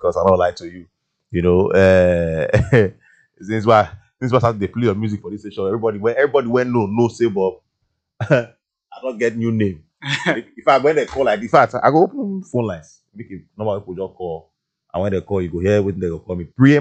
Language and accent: English; Niger Delta, Nigeria; I'm from the Niger Delta.